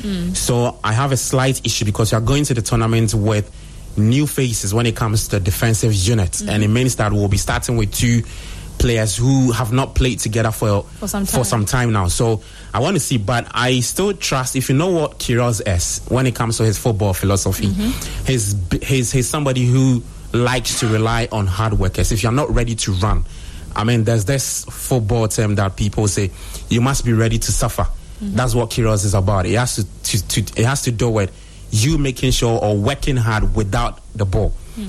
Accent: Ghana; I'm a Ghanaian.

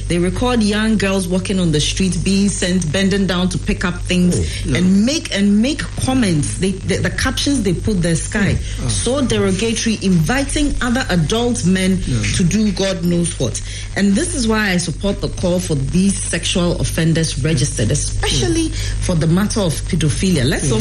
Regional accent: Ghana; I sit here as a Ghanaian woman

